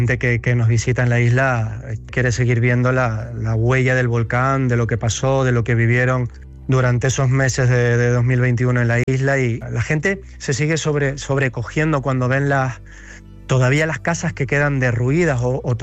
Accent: Santa Cruz de La Palma, Canary Islands, Spain; Yo soy natural de Santa Cruz de La Palma, al otro lado de la isla, una zona no afectada del volcán.

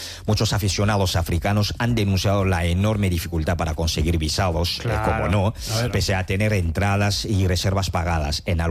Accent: Cameroon; Sí, hombre. Soy de Camerún.

